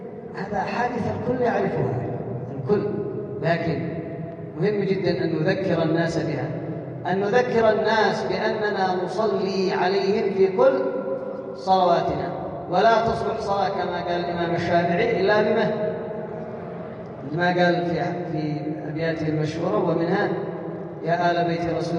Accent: Yemen; ونحن كيمنيين

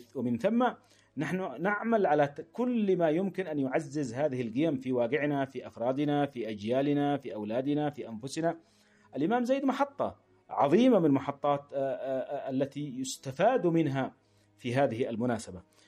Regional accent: Yemen; نحن اليوم كيمنيين

